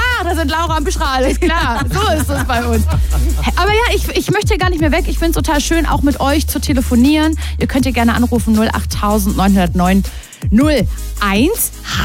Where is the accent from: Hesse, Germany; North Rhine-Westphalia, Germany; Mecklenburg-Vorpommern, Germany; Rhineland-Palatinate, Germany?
Mecklenburg-Vorpommern, Germany; Parchim; Parchim. Ein Parchim, Mecklenburg-Vorpommern.